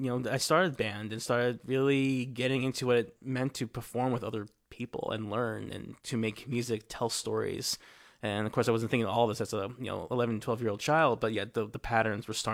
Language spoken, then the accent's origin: English; Virginia, United States; also born or lived in Bronx, New York; a month before 9/11 happened, me and my parents, we moved to Virginia, where I was raised and went through all of my K-12 and undergrad education.